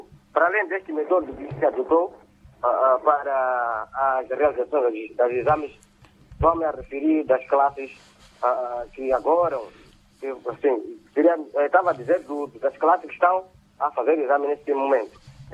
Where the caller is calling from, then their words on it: Changara, Tete, Mozambique; Estou a falar de Xangara, província de Tete.